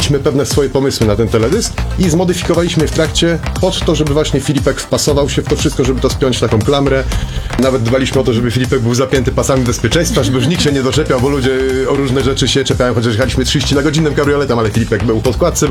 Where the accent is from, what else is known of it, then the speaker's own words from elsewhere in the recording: Łódź, Łódź Voivodeship, Poland; my jesteśmy tutaj z Łodzi